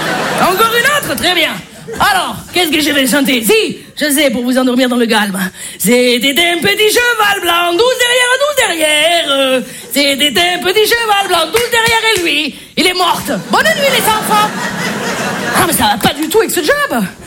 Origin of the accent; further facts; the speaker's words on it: Marseille, Provence-Alpes-Côte d'Azur, France; accent: Marseille accent; Ah, je m'y connais un accent, hein, je suis marseillaise, je peux tout jouer et tout.